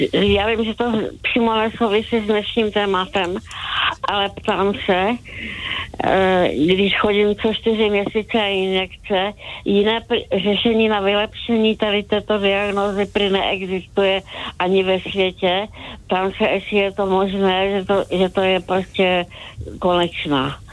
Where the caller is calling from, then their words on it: Vsetín, Zlín Region, Czechia; já jsem ze Vsetina